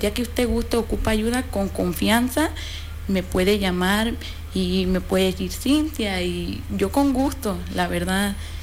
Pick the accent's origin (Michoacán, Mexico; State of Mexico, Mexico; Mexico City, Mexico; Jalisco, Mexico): Jalisco, Mexico; Autlán; yo soy de aquí de Utlán